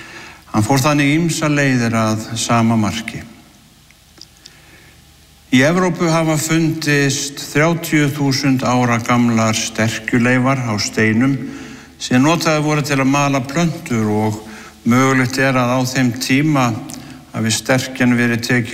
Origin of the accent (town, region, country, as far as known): Siglufjörður, Northeastern Region, Iceland; born or raised there